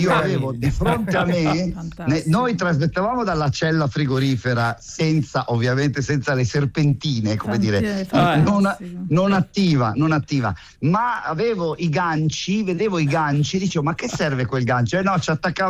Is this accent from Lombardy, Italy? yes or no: yes; Metanopoli, Lombardy, Italy; E allora lì a Metanopoli, perché io vengo da Metanopoli, sono un figlio del cane a sei zampe.